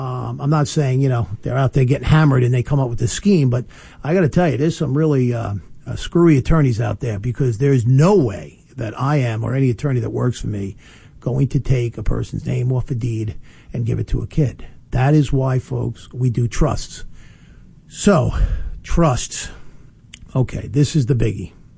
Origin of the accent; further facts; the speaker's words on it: East Northport, New York, United States; my hometown at East Northport.